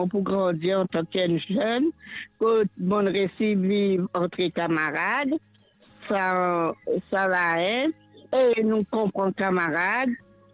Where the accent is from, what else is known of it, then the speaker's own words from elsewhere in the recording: Mauritius; now in Coromandel, Mauritius; Petit Gabriel, c'est, ça veut dire c'est mon village natal.